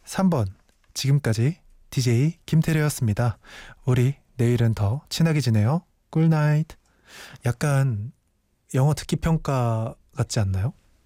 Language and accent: Korean; Cheonan, South Chungcheong, South Korea; also born or lived in Byeongcheon; 나의 고향은 충청남도 천안이고요. 병천에서 태어났습니다